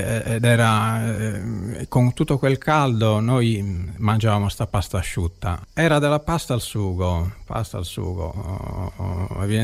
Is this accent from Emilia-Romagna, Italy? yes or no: no; Sassari, Sardinia, Italy; sono nato e cresciuto in Sardegna, quindi l'estate era fissa al mare.